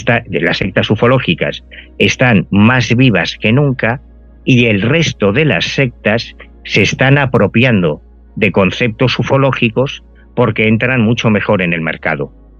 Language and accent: Spanish; Spain; o yo soy español y podemos leer en castellano